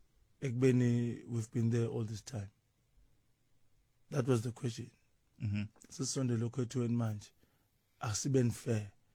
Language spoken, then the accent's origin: English; South Africa; I believe ukuthi as a South African it's my duty. As a South African it's my duty to make sure that our home stays our home.